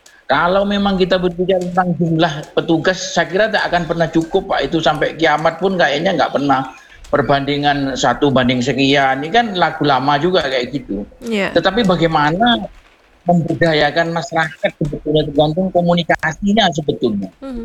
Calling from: East Java, Indonesia; kebetulan saya di berasal dari daerah Tapal Kuda ya

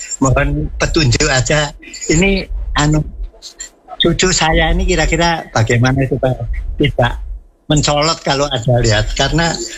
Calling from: Java, Indonesia; saya orang Jawa kan suka yang mistik-mistik begitu.

